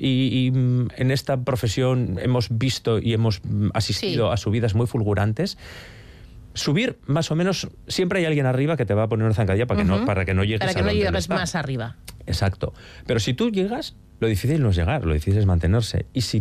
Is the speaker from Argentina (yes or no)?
no; Spain; now in Madrid, Spain; soy madrileño de adopción, pero de Trucillos de corazón. Pero de Trucillos.